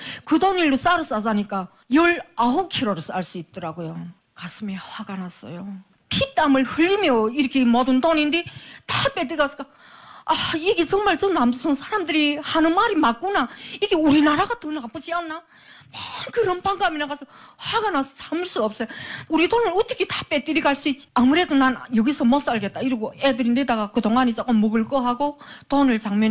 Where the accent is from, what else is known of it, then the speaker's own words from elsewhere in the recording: Ryanggang, North Korea; moved away as an adult; 북한에 있을 때 중국하고 경계가 있는 양강도 심파구리라는 곳에서 태어났습니다.